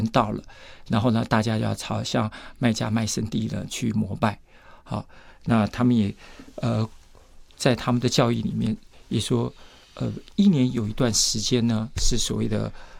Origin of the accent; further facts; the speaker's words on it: Taiwan; 我们台湾人很热情